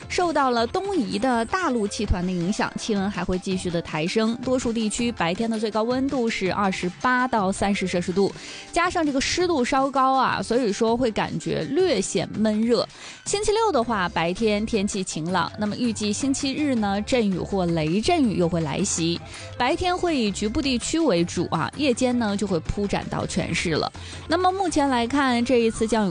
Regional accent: Dalian, Liaoning, China; 用我们大连话来说它是个会儿。

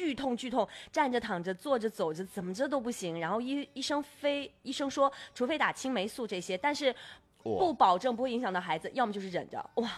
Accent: Inner Mongolia, China; moved away; 我说我是内蒙古人。

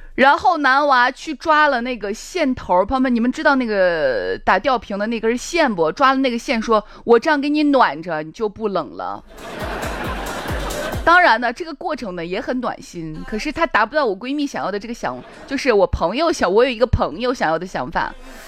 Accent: Shaanxi, China; 就我们陕西人啊

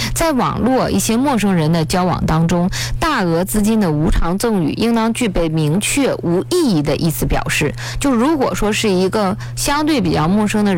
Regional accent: China

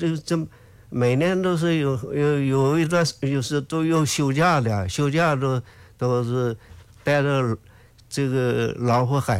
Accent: Jiangsu, China; now in Northeast China; 江苏是跟一条河的说话都不一样

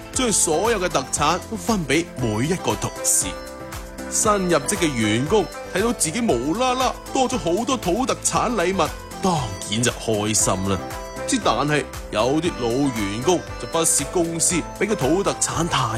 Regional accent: Guangdong, China; 我哋广东人

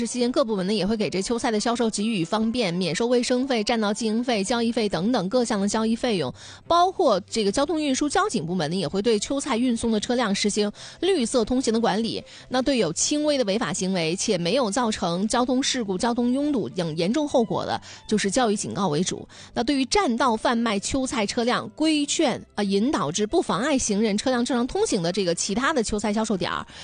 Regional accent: Northeast China, China; 咱们东北人囤的是最主要的东西。

